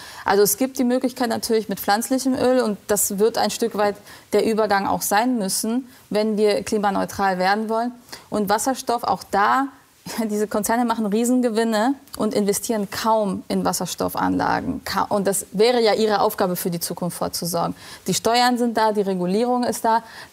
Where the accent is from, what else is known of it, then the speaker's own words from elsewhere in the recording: Mannheim, Baden-Württemberg, Germany; Also ich bin ja auch Mannheimer.